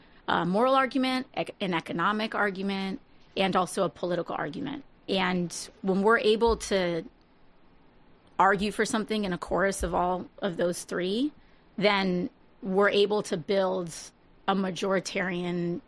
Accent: New York City, New York, United States; I'm from the Bronx.

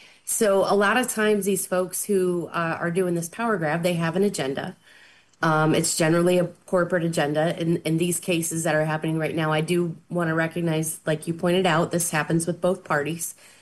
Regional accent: Ohio, United States; Ohio, the where I grew up in Northwest Ohio

